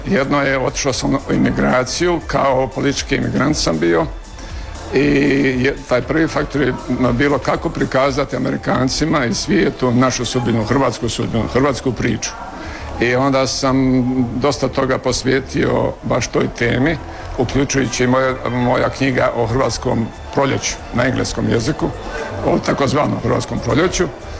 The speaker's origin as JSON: {"language": "Croatian", "region": "Herzegovina", "country": "Bosnia & Herzegovina", "tie": "born or raised there", "moved": "yes", "said": "kad sam došao u moj rodni kraj, u Hercegovinu"}